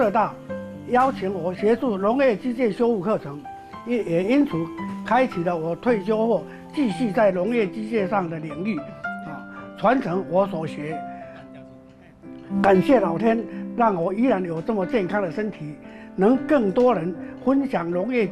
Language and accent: Chinese; Yunlin County, Taiwan; born there; moved away as an adult; also born or lived in Pingtung; 我出生于云林的农村家庭，并就读农校综合农业科，毕业后协助家庭农务工作，